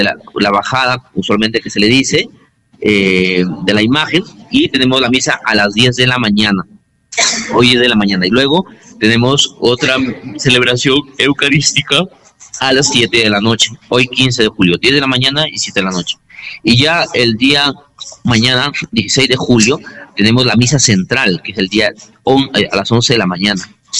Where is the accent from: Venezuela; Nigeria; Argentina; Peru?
Peru; somos así los peruanos